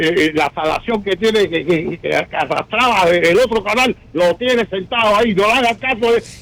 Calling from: Cuba

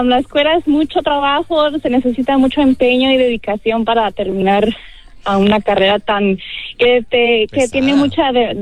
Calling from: Anaheim, California, United States; Les hablo de Anaheim.

